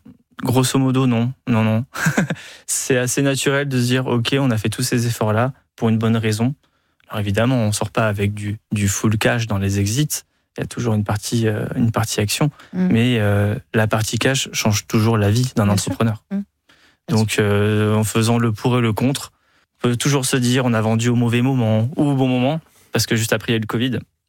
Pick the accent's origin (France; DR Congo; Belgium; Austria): France; Bordeaux, Nouvelle-Aquitaine; Moi, je viens de Bordeaux, donc c'est la région.